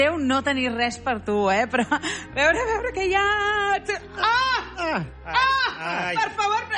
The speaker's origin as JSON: {"language": "Catalan", "town": "Vic", "region": "Catalonia", "country": "Spain", "said": "D'aquí Vic."}